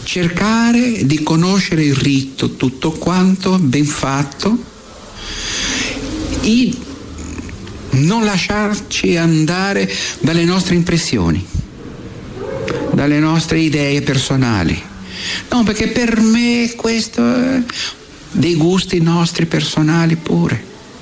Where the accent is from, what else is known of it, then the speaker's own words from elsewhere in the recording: Brazil; Io vengo dal Brasile e ne abbiamo giù, no?